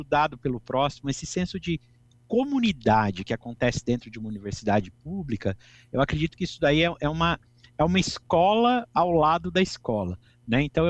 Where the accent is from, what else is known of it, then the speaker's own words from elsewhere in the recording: Bauru, São Paulo, Brazil; now in Araraquara, Brazil; porque eu sou uma pessoa do interior. Eu sou nascido e criado em Bauru e me mudei para Araraquara para cursar a faculdade.